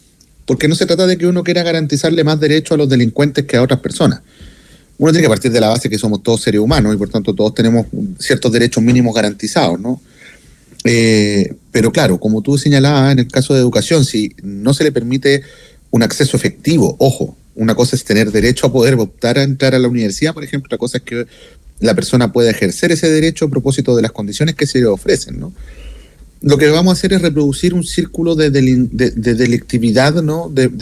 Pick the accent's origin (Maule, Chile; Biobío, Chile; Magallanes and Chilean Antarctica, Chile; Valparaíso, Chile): Valparaíso, Chile; en mi ciudad, pues, yo soy porteño